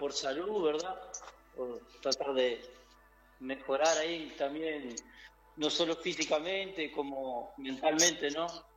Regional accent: Minas de Corrales, Rivera, Uruguay; Sí, soy oriundo de Mina de Corrales.

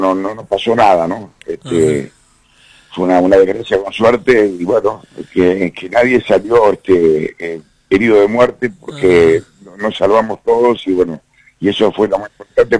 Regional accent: Uruguay; Somos todos uruguayos.

